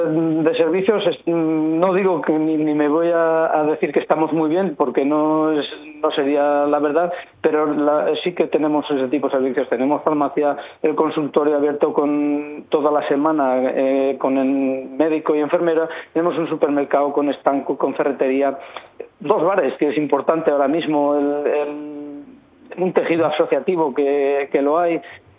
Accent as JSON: {"language": "Spanish", "town": "Tordehumos", "region": "Castile and León", "country": "Spain", "said": "y yo creo que estamos nosotros ahí en esa línea, en mi pueblo concretamente, pues estamos ahí en esa línea"}